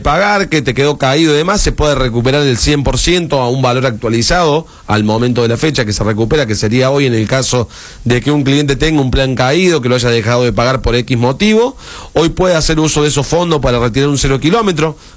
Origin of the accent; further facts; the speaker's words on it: Laboulaye, Córdoba, Argentina; nosotros somos de acá de la zona, somos oriundos de La Bulaya